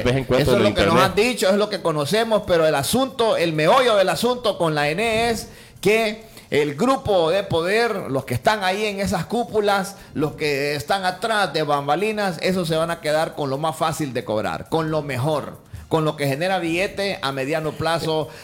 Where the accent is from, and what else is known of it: Honduras